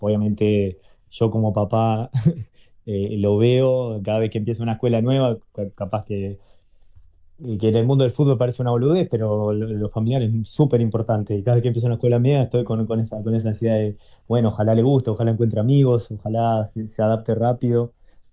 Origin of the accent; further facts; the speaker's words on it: Montevideo, Uruguay; Y soy en la adolescencia en Punta Gorda, la verdad que fui bastante nómade